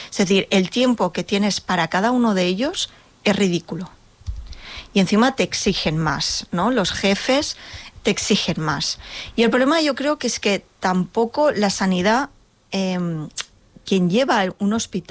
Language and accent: Spanish; Molins de Rei, Catalonia, Spain; also born or lived in Barcelona; yo nací en Barcelona, soy nacida en Barcelona, pero yo me he criado aquí en Molins.